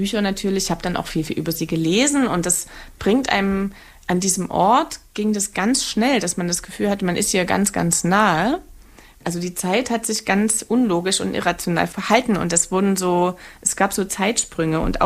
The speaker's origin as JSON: {"language": "German", "region": "Saxony", "country": "Germany"}